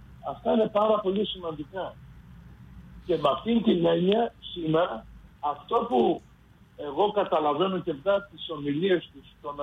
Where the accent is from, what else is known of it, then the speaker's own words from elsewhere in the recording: Chalastra, Central Macedonia, Greece; στο χωριό μου που είναι δίπλα από τη Θεσσαλονίκη Χαλάστρα